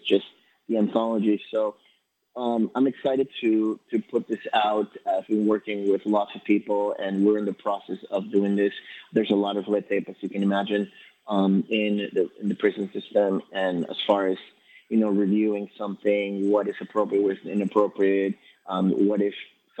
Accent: Ecuador; moved away; when I first moved here, as I mentioned, I came from Ecuador, and while I was waiting to become a resident, it took a long time.

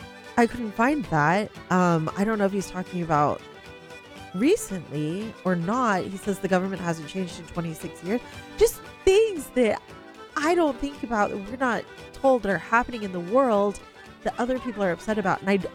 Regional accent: California, United States; Nobody lives on my reservation. I'm from the Paskenta Band of Nomlaki Indians, and it's not zoned for residential stuff.

